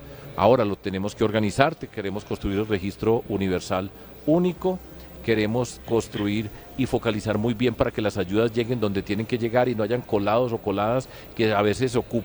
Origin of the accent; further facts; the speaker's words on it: Medellín, Antioquia, Colombia; todos los que somos de Medellín sabemos lo que significaban esos señores.